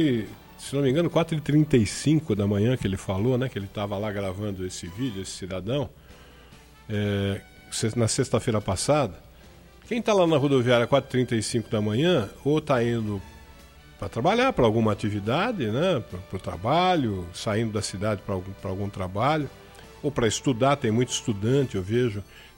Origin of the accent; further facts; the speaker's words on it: São Paulo, Brazil; now in Limeira, Brazil; Uma vida que eu morava aqui em Limeira e fui trabalhar em São Paulo. Eu sou de São Paulo, vim para cá para viver aqui em Limeira.